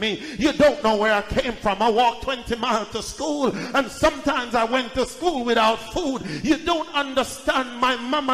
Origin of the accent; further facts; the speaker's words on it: Jamaica; I'm from Jamaica. I am the least likely person in my family. I am the black sheep of the family.